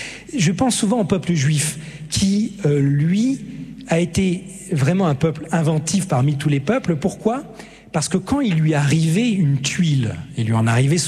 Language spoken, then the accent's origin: French; Strasbourg, Grand Est, France; je viens de Strasbourg